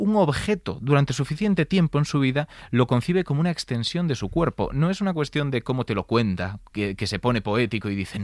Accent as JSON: {"language": "Spanish", "region": "Galicia", "country": "Spain", "said": "Yo es que soy gallego, ¿eh?"}